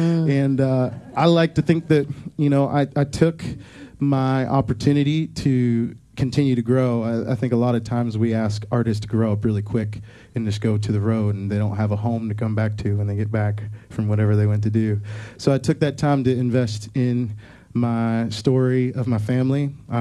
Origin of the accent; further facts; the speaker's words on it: Hurricane, West Virginia, United States; I told him I was from Hurricane. He said Hurricane, and I said, "No, excuse me, sir, it's pronounced Hurricane."